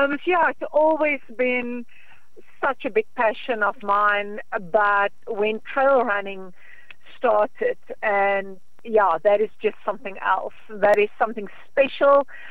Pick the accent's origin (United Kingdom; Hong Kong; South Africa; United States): South Africa; also born or lived in Riversdale; now in George, South Africa; as a South African